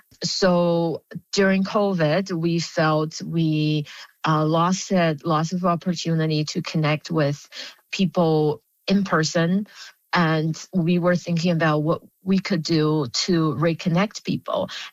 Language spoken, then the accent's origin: English; China; now in Halifax, Canada; I grew up in China.